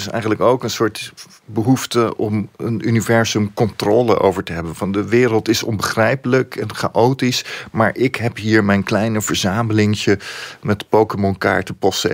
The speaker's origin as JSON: {"language": "Dutch", "town": "Leiden", "region": "South Holland", "country": "Netherlands", "tie": "born or raised there"}